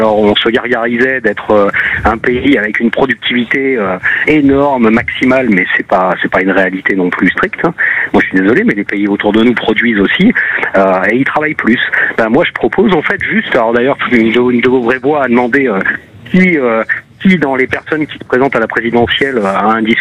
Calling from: Provence-Alpes-Côte d'Azur, France; je suis sur la Côte d'Azur, hein.

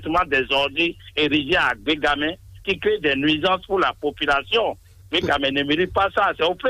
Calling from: Cotonou, Littoral, Benin; Je vous appelle de Cotonou, Misebo, 5e arrondisseme

